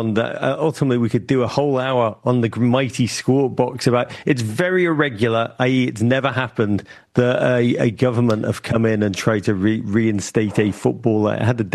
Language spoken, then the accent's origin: English; England, United Kingdom; moved away as an adult; now in United States; I'm American now, but the little bit of Englishness that's left in me